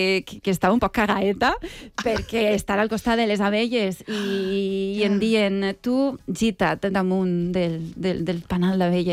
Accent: Alcoi, Valencian Community, Spain; Jo com a alcoiana, per exemple, vaig a dir-vos un exemple, la Torre de les Maçanes, al costat d'Alcoi.

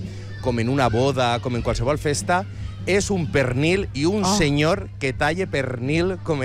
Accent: Llíria, Valencian Community, Spain; Jo sóc de Llíria, per cert.

